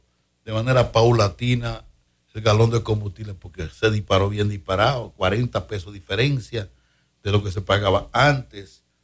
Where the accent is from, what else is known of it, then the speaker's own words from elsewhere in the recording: Moca, Espaillat, Dominican Republic; Norberto Hernández es un muchacho que nos criamos juntos en La Española.